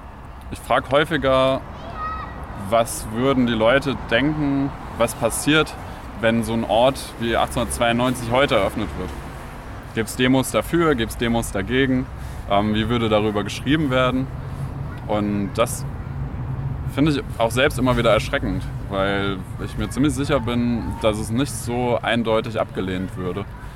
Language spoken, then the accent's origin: German; West Germany, Germany; moved away; Ich komme aus Westdeutschland